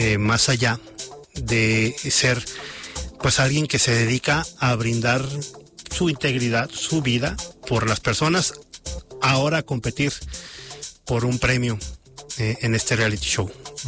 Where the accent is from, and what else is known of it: Mexico